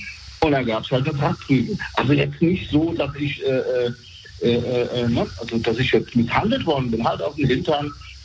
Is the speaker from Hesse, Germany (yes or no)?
yes; Bad Soden am Taunus, Hesse, Germany; Ja, wir sind in Bad Soden am Taunus groß geworden und jeder kannte ihn halt durch seinen Job.